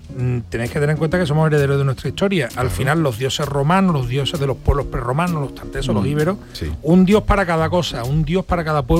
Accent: Extremadura, Spain; Yo me crié en Extremadura, y entonces déjame también mandar un gran saludo a todos los extremeños que también nos escuchan.

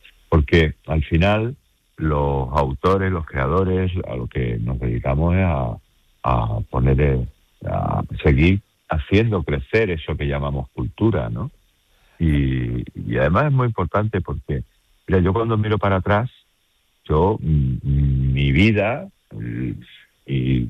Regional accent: Seville, Andalusia, Spain; yo soy sevillano.

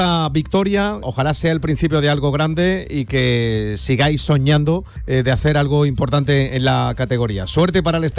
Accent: Aragon, Spain; Yo soy maño y me encuentro como en casa, ¿no?

